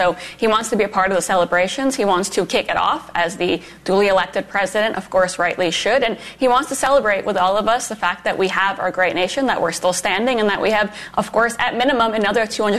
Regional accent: New York City, New York, United States; I was born and raised in New York City.

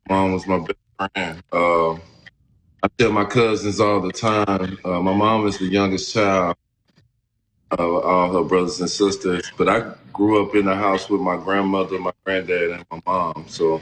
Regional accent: East St. Louis, Illinois, United States; I was a kid from East St. Louis that grew up.

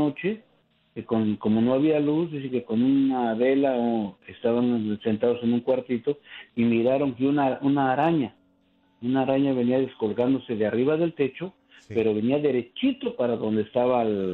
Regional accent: Oaxaca, Mexico; Yo soy del estado de Oaxaca.

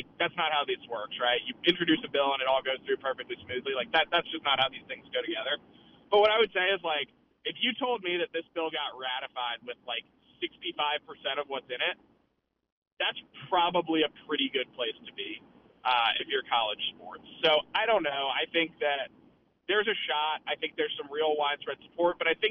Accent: Washington, District of Columbia, United States; moved away; I grew up in Washington, D.C.

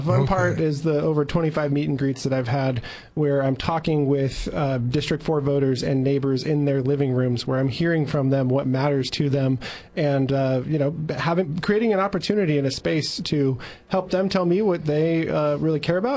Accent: San Luis Obispo County, California, United States; I grew up here in Slo County, graduate from Cal Poly.

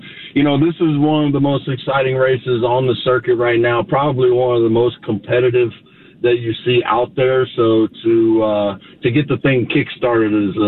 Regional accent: Florida, United States; I grew up right outside of Daytona Beach, Florida.

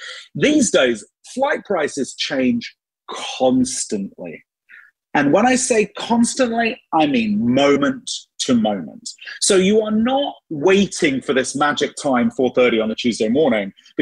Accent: United Kingdom; moved away as an adult; now in United States; I grew up in Britain. I've lived in America for most of my adult life, but I grew up in Britain.

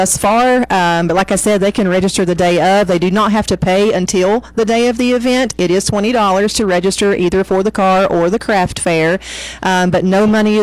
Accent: Lee County, Virginia, United States; moved away; Oh, I'm not from here originally. I am from Lee County, Virginia, and I was a principal and in central office there as well.

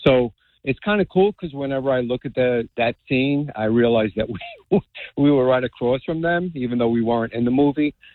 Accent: New York City, New York, United States; growing up in Brooklyn

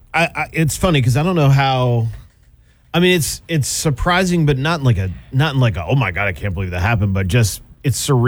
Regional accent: Portland, Maine, United States; I grew up in Greater Portland, and I went to tons of games growing up.

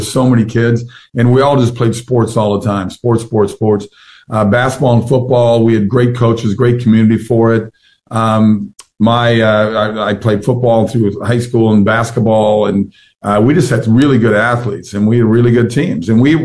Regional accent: Minnesota, United States; know, Lake Minnetonka … made it famous in … of course, but Lake Minnetonka is where my hometown made Tonka toys.

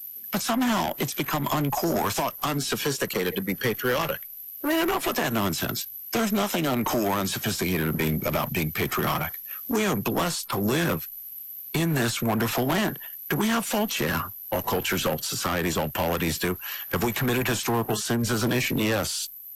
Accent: West Virginia, United States; now in New Jersey, United States; my home state of West Virginia or my current state of New Jersey

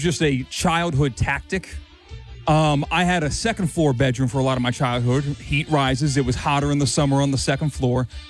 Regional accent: New York, United States; I grew up in upstate New York.

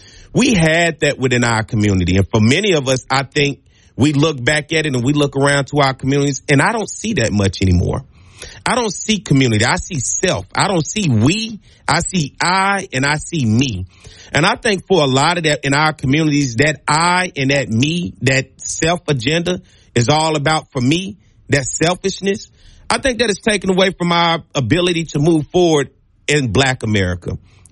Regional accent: Arkansas, United States; also born or lived in Chicago, United States; I can't expect everybody to understand my background or where I'm from, even that's black in Baton Rouge, because I grew up in Arkansas and in Chicago.

